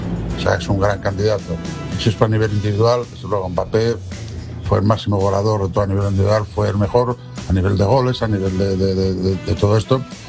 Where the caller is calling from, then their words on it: Gijón, Asturias, Spain; Buenas tardes desde Gijón.